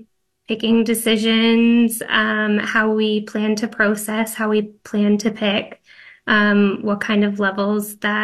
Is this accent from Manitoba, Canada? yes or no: no; Ontario, Canada; I grew up in the Niagara region